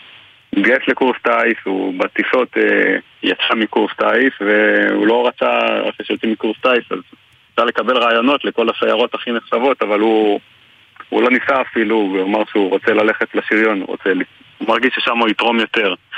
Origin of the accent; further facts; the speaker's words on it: Beit HaShita, Northern District, Israel; שאתה גדל בקיבוץ, אנחנו לא גדלנו בלינה משותפת, אבל אנחנו גדלים בקיבוץ